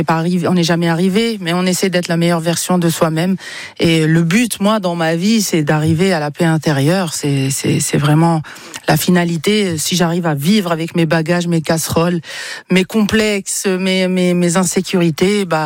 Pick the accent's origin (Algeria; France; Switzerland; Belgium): Algeria; moved away; Je vous dis la vérité, depuis que j'ai quitté l'Algérie, on dirait que ma résidence est une valise et un passeport.